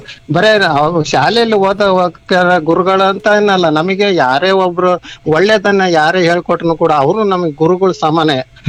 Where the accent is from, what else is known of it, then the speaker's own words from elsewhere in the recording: Rameshwara, Karnataka, India; now in Krishinagar, Shivamogga, India; ನಮ್ಮೂರ್ನಲ್ಲಿ ನಾವು ಓದ್ಬೇಕಾದ್ರೆ ರಾಮೇಶ್ವರದಲ್ಲಿ